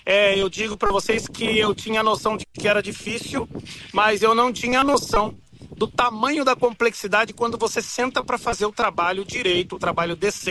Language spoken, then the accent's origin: Portuguese; Brazil; born there; moved away as an adult; also born or lived in United States; Eu me mudei dos Estados Unidos para o Brasil, voltei para o meu país, né? O meu país natal, a minha nação, meu país que eu amo, mas eu estava nos Estados Unidos a trabalho. Estava há 8 anos já.